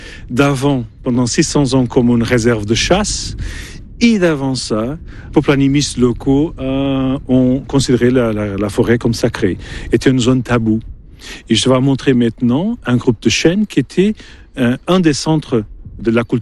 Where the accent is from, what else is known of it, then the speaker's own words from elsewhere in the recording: Lisbon, Portugal; French is a second language; Je suis portugais, de Lisbonne.